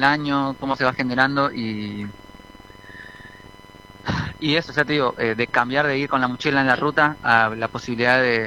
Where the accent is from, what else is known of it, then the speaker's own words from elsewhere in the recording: Buenos Aires, Argentina; yo que me crié acá en Buenos Aires